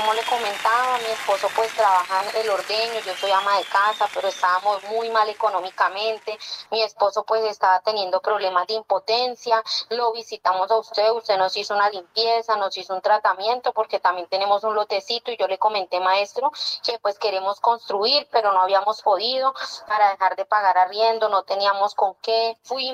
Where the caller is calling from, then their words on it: Simijaca, Cundinamarca, Colombia; Acá desde Simijaca, Cundinamarca